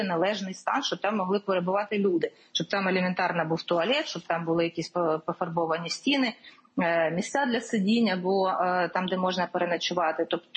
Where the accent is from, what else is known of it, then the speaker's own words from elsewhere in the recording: Kyiv, Ukraine; як киянка, як українка